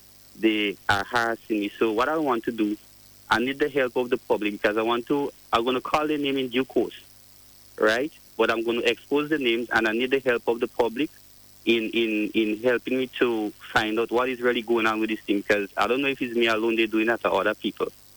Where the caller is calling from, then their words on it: Saint Andrew, Jamaica; I'm calling from Parkland, St. Andrew.